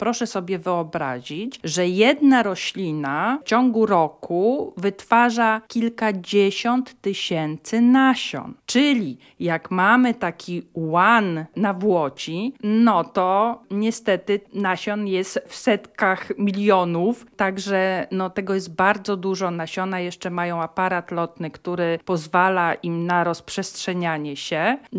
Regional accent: Łódź, Łódź Voivodeship, Poland; jestem rodowitą łodzianką

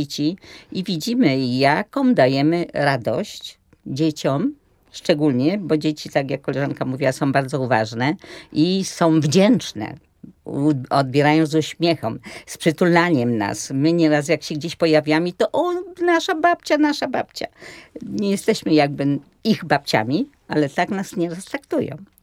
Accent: Łódź, Łódź Voivodeship, Poland; ja z Łodzi, one z Łodzi

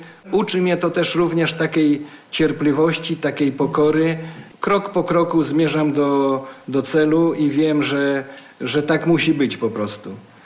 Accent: Ciechanów, Masovian Voivodeship, Poland; Pochodzę z Ciechanowa i tam mieszkam, to można powiedzieć, że święty Stanisław to taki mój ziomek, bo praktycznie niecałe 20 km od mojej miejscowości jest Rostkowo.

